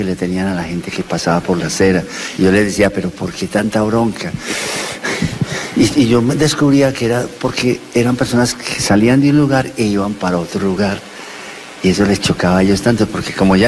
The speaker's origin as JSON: {"language": "Spanish", "region": "Antioquia", "country": "Colombia", "said": "Yo soy un antioqueño, de esos antioqueños."}